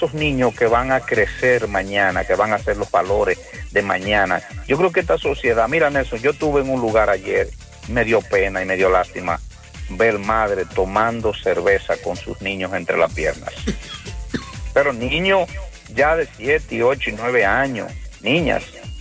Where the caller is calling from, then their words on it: Moca, Espaillat, Dominican Republic; Buenos días, mi pueblo mocano